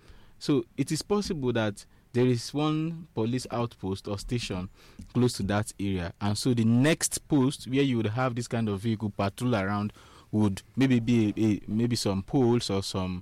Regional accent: Nigeria; Yeah, I'm a Nigerian

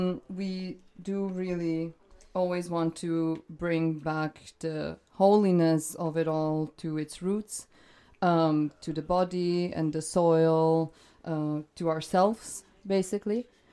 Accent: Serbia; now in Vienna, Austria; So I'm personally from Serbia, and I 12 years before I joined this choir, I sang in another choir, which was my high school choir.

